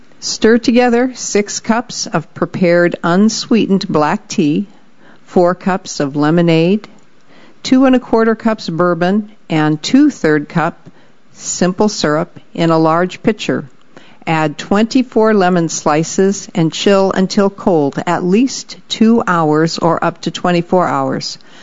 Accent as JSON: {"language": "English", "region": "Arizona", "country": "United States", "said": "Well, we're from Arizona, but that's still, it's not the South like the southeastern United States."}